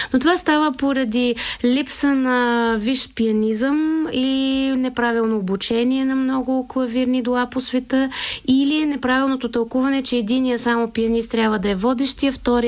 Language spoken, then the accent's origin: Bulgarian; Plovdiv, Plovdiv Province, Bulgaria; now in Sofia, Bulgaria; аз и оставам, разбира се, корена пловдивчанка. Родена съм в Пловдив, имала съм прекрасни преподаватели в същото това музикално пловдивско музикално училище